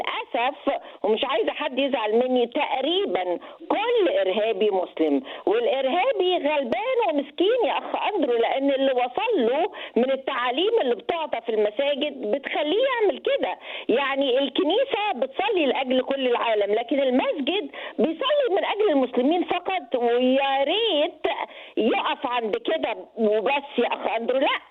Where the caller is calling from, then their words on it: Egypt; عندنا في مصر